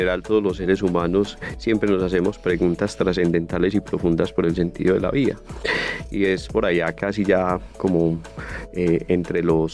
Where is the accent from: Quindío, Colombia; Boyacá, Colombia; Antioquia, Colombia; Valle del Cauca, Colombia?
Antioquia, Colombia; Medellín; born there; nací en esta ciudad, en Medellín, en medio de una familia culturalmente católica.